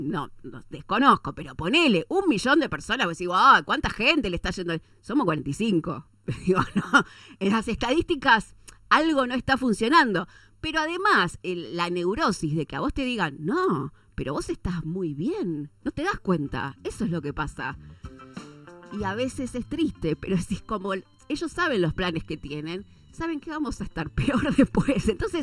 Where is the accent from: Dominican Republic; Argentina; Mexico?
Argentina; como argentinos y argentinas